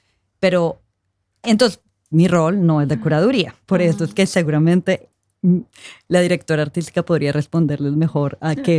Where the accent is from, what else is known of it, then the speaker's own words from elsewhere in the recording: Colombia; yo soy colombiana, entonces uno piensa baile, entonces salsa, reggaetón.